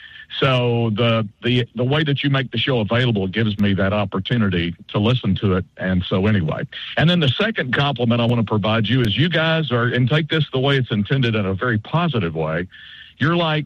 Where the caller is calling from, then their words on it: Bowling Green, Kentucky, United States; I'm in Bowling Green, Kentucky